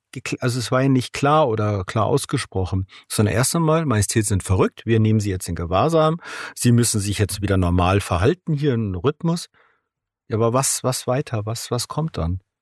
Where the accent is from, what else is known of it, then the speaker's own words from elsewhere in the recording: Rhineland, Germany; weil ich bin ja aus süddeutscher Sicht oder österreichischer Sicht ja auch ein Preis als Rheinländer.